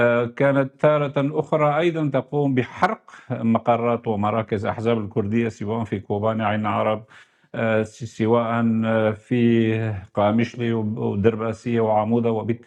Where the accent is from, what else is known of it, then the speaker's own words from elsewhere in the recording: Syria; نحن ككرد سوريين